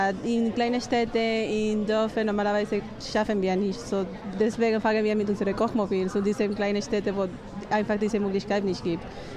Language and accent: German; Spain; German is a second language; Wir haben Paella gekocht. Das ist typisch aus Spanien. Ich komme aus Spanien.